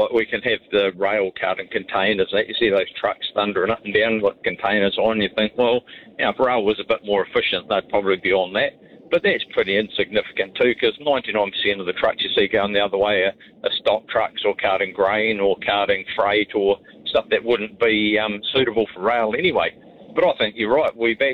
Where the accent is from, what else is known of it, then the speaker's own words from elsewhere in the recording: Ashburton, Canterbury, New Zealand; also born or lived in Rakaia; I was born in Rakaia, raised in Ashburton.